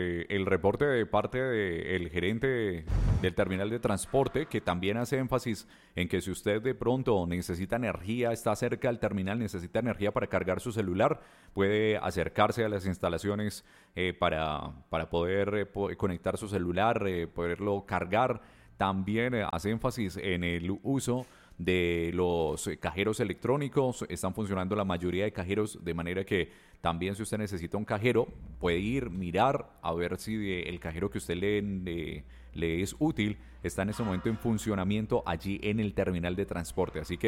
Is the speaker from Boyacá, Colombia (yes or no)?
no; Pereira, Risaralda, Colombia; como pereiranos, como colombianos, se la vamos a superar.